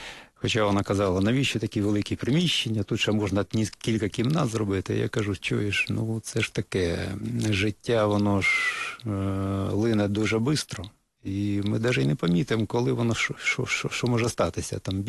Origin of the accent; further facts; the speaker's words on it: Hrebinky, Kyiv Oblast, Ukraine; born there; Народився під Києвом в Гребінках.